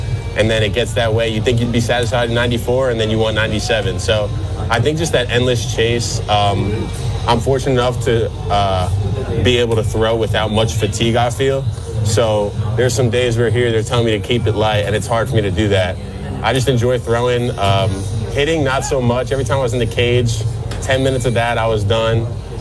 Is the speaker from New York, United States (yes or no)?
yes; New York, United States; We're from New York